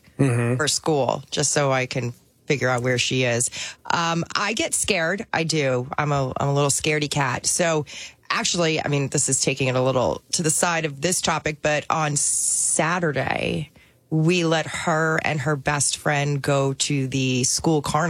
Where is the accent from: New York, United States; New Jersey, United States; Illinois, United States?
New Jersey, United States; born or raised there